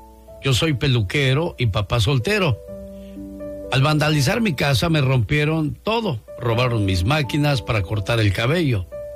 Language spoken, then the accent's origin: Spanish; Tijuana, Baja California, Mexico; Soy de Tijuana